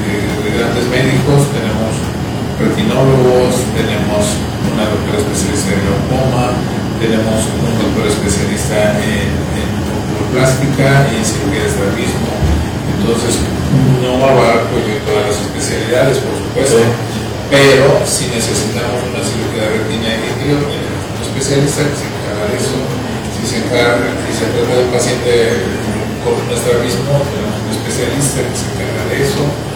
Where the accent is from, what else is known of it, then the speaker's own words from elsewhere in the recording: Tihuatlán, Veracruz, Mexico; born there; yo soy nacido aquí en Tihuatlán